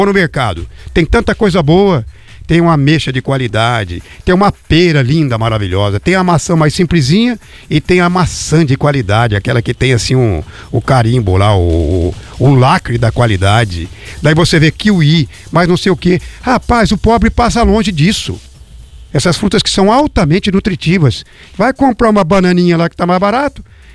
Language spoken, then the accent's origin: Portuguese; Brazil